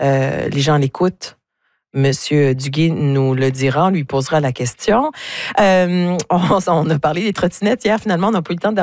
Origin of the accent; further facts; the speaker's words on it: New Brunswick, Canada; moved away; moi, j'ai grandi au Nouveau-Brunswick.